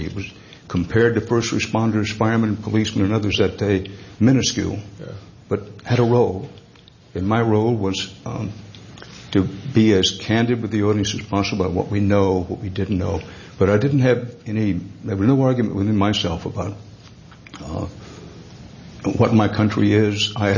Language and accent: English; Texas, United States; I'm an American, and I take a backseat to no one in my patriotism. And in Texas, we have a saying